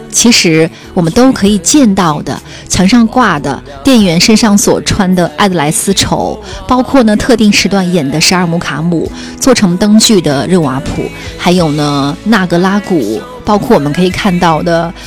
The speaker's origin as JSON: {"language": "Chinese", "region": "Xinjiang", "country": "China", "said": "是我们新疆人喝了一辈子、吃了一辈子、听了一辈子的东西"}